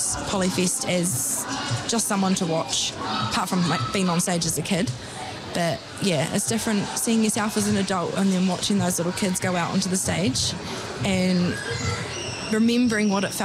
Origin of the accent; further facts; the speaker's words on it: Dunedin, Otago, New Zealand; Yeah, I'm born and raised in Otipoti. I have a marae down in Otago. We are Ngāi Tahu. Yeah, I'm 35 years old today.